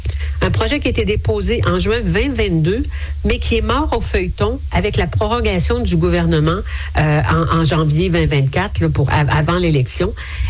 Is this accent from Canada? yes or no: yes; Canada; Et puis là, chez nous, au Canada